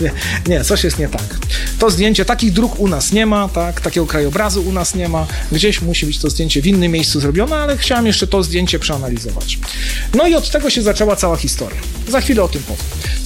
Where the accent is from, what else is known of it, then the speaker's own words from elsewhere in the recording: Warmian-Masurian Voivodeship, Poland; urodziłem się tam w tych okolicach i mieszkałem i wielokrotnie to przez Bynowo, Miłomłyn dojeżdżałem do szkoły, do Ostródy, znałem te tereny